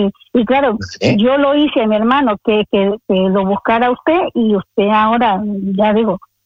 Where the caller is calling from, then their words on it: Madrid, Community of Madrid, Spain; de aquí de Madrid.